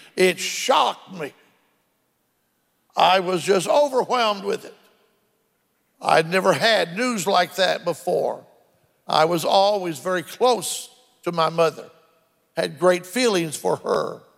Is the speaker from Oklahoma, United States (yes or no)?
yes; Bartlesville, Oklahoma, United States; moved away as an adult; also born or lived in Waxahachie, Texas; It was the year of 1962. I had left my hometown of Bartlesville, Oklahoma, and had driven to Waxahachie, Texas, where I'd never been before